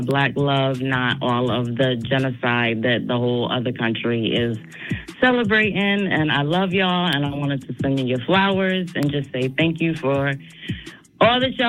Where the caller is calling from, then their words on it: Connecticut, United States; from Connecticut.